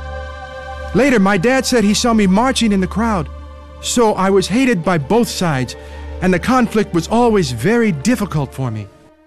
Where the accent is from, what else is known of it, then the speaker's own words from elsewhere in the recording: Aksum, Tigray, Ethiopia; My hometown of Aksum had many historical sites that drew constant streams of tourists.